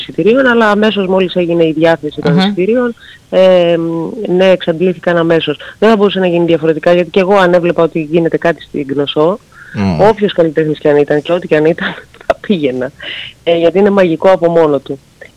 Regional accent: Zakynthos, Ionian Islands, Greece; Εγώ είμαι από τη Ζάκυνθο, ναι, ναι.

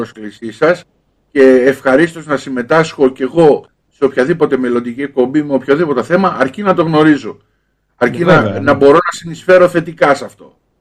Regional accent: Greece

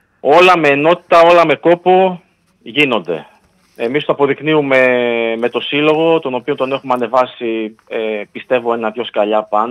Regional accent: Lachanas, Central Macedonia, Greece; now in Thessaloniki, Greece

